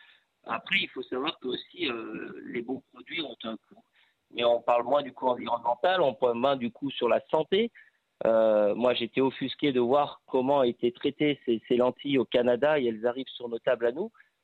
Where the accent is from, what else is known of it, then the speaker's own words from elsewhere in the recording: Auvergne-Rhône-Alpes, France; Je vous donne un exemple, chez nous en Ardèche, il y a beaucoup d'arboriculteurs dans la cerise